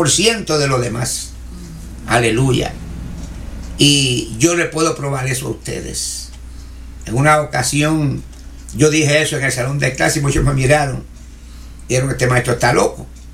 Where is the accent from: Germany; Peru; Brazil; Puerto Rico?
Puerto Rico; moved away; puertorriqueños somos